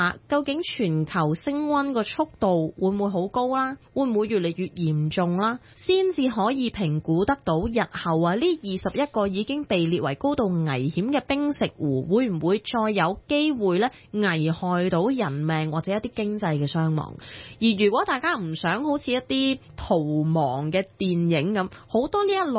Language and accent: Cantonese; Hong Kong; 我哋身為香港人